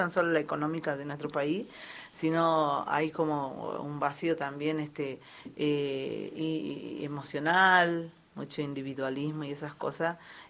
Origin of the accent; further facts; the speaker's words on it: Switzerland; Yo soy de Suiza, disculpame.